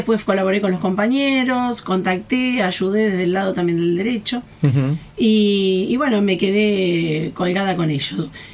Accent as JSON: {"language": "Spanish", "town": "Berazategui", "region": "Buenos Aires Province", "country": "Argentina", "said": "yo soy de Berazategui, así que para mí es cerca, acostumbrada a viajar acá."}